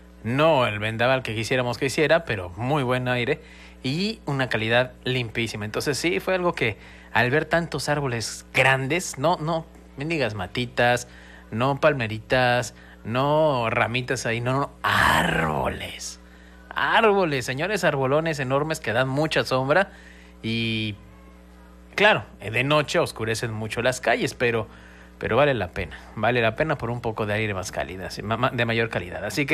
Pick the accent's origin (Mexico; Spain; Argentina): Mexico; Mexico City; moved away as an adult; me dio una vueltecita para mi terruño querido. Ya tenía como 15 años que no ponía un pie en la CDMX